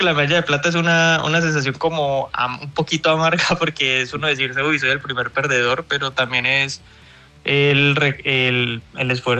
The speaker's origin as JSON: {"language": "Spanish", "town": "Cali", "region": "Valle del Cauca", "country": "Colombia", "said": "es el cariño que uno le tiene a la ciudad y lo que representa pues para nosotros como caleños."}